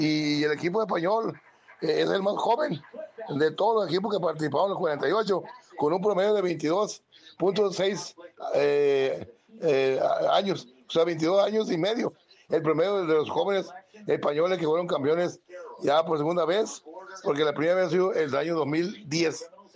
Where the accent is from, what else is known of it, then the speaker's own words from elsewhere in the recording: Guanajuato, Mexico; allá por Guanajuato, por mi tierra bonita, preciosa, hermosa